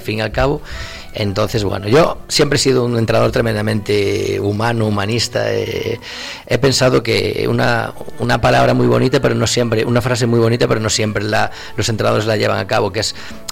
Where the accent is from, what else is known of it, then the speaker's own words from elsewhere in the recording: Santiago de Compostela, Galicia, Spain; also born or lived in Madrid; now in Gran Canaria, Spain; yo estuve muchísimos años en Galicia, lógicamente, es donde nací, y después estuve en Madrid, pues otros muchos años